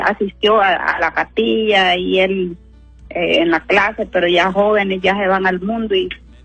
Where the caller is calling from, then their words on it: Meámbar, Comayagua, Honduras; Lo llamo de Meámbar, Comayagua